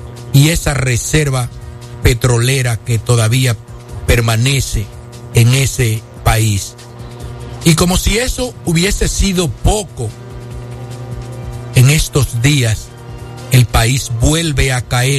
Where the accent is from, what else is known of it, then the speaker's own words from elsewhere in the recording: Dominican Republic; nosotros, como República Dominicana